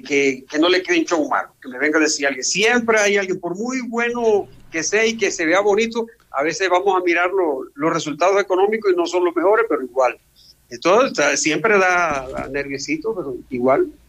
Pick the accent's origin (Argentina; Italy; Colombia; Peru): Colombia; Villanueva, La Guajira; Vamos a hacer un recorrido por Villanueva, por mi pueblo, por el barrio.